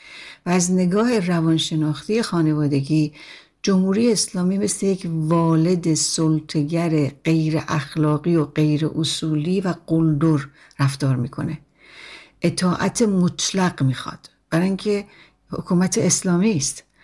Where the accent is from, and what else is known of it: Iran